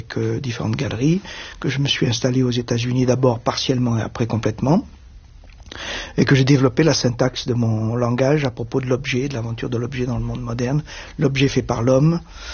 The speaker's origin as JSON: {"language": "French", "town": "Nice", "region": "Provence-Alpes-Côte d'Azur", "country": "France", "tie": "born there"}